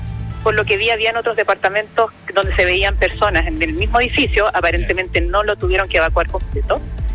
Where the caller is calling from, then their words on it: Santiago, Santiago Metropolitan Region, Chile; Sector de Las Condes